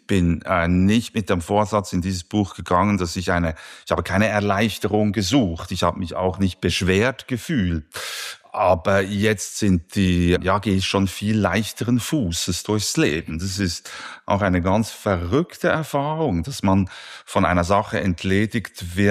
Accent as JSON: {"language": "German", "town": "Spiez", "region": "Bern", "country": "Switzerland", "tie": "born or raised there", "said": "Ich hatte gerade letzten Sonntag die Gelegenheit, meine Heimat kurz zu durchfahren, durch die Spiezer Bucht zu fahren, und dort sieht man die Viertausender des Berner Oberlandes"}